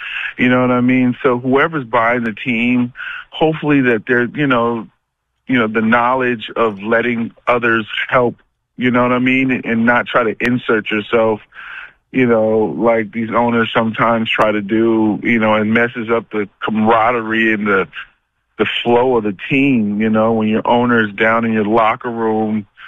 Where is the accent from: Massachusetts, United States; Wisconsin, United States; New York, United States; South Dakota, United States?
Massachusetts, United States; Boston